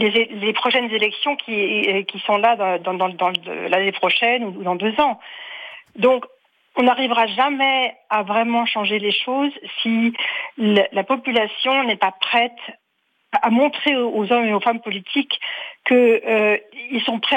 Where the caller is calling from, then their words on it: Germany; j'habite en Allemagne